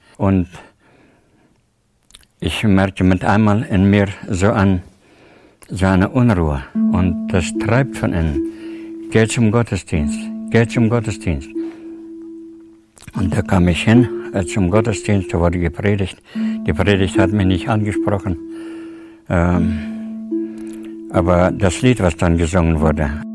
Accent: Tajikistan; born or raised there; German is a second language

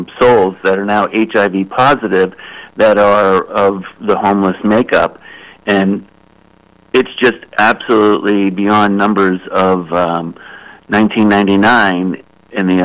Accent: Bangor, Maine, United States; So what particularly is interesting about my hometown city, Bangor, Maine, is that we're the last city until Canada.

